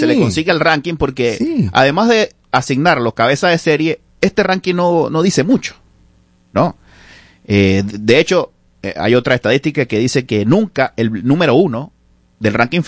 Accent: Venezuela; en mi país también, ¿no? Venezuela.

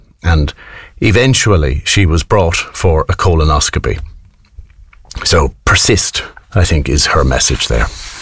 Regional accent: Ireland

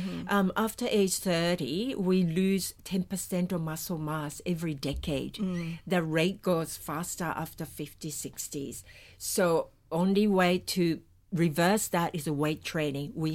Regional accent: Brisbane, Queensland, Australia; when people ask me where you're from, so I'm from Brisbane, I'm Australia.

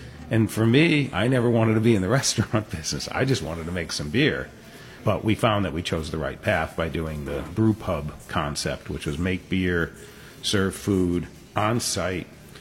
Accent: Bridgeport, Connecticut, United States; When I came up to UConn, I was originally from Bridgeport, and I love the rural aspect of the area

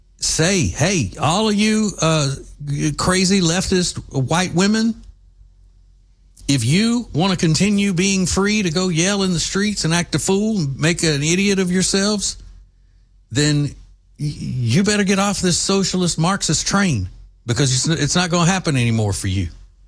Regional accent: Louisiana, United States; Steve Scalise, who is a representative from my home state of Louisiana.

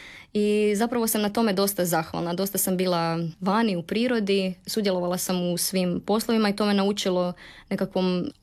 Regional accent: Husain, Sisak-Moslavina County, Croatia; now in Zagreb, Croatia; Odrasla sam u jednoj tradicionalnoj katoličkoj obitelji, u jednom malom mjestu nedaleko od Kutine. Najstarija sam od troje djece i dolazim iz dosta velike obitelji.

